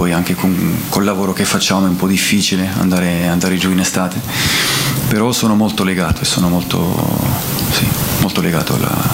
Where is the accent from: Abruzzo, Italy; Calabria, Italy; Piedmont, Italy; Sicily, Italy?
Calabria, Italy; Bocchigliero; also born or lived in Rossano; Io sono nato a Rossano, ma sono di Bocchigliero, un paese che io, sì, io amo